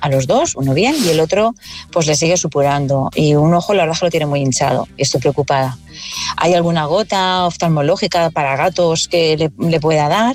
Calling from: Valencia, Valencian Community, Spain; de Valencia.

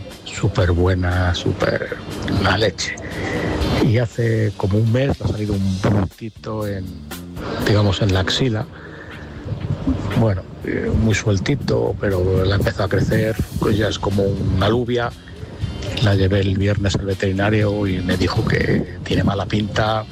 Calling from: Segovia, Castile and León, Spain; de Segovia.

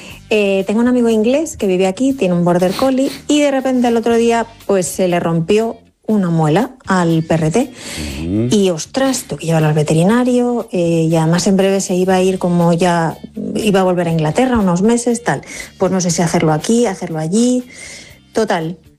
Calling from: Cercedilla, Community of Madrid, Spain; Buenas tardes … de Cercedilla, Madrid.

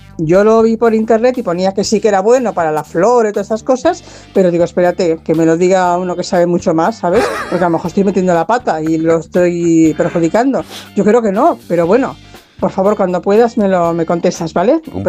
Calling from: Cornellà de Llobregat, Catalonia, Spain; Buenas tardes … aquí de Cornellá.

